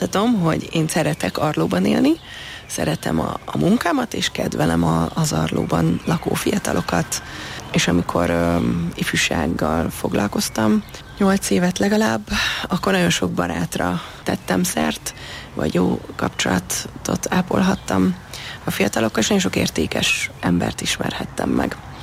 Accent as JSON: {"language": "Hungarian", "region": "Budapest", "country": "Hungary", "tie": "born or raised there", "said": "Májra Remetén nőttem föl"}